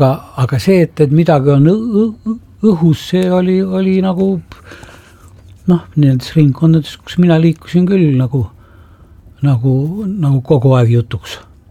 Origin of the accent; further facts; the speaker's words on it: Tartu, Tartu County, Estonia; also born or lived in Siberia; ma olen pärit perekonnast, kes on palju kannatanud Vene võimu käes. Minu ema oli Siberis, ma ise olen sündinud seal. Mu vanaonu on maha lastud, mu onu on maha lastud ja ma kasvasin arstide perekonnast Tartus